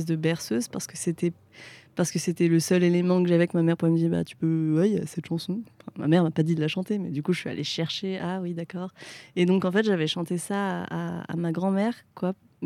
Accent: France; ce fait que je peux pas communiquer autant dans ma manière dont j'ai grandi en France parce que l'éducation, mais aussi au Vietnam en fait, parce que je peux pas parler vietnamien

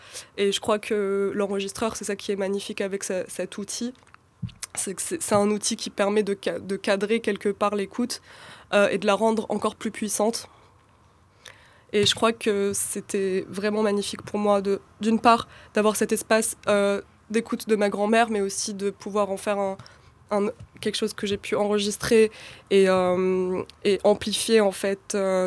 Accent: Algeria; je suis née en Algérie, j'ai été élevée par des femmes algériennes, donc de fait, la culture a été transmise.

